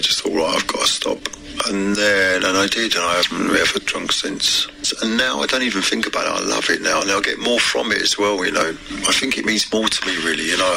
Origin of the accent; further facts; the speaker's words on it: England, United Kingdom; Being an English pisshead, like a lot of us are.